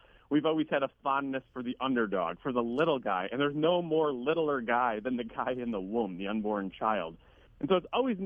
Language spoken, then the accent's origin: English; Madison, Wisconsin, United States; here in Madison, Wisconsin, where I live